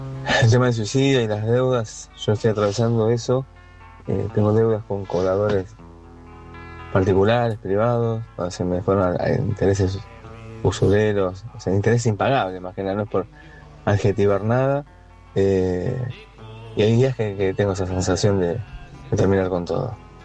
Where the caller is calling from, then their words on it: San Justo, Argentina; soy de San Justo.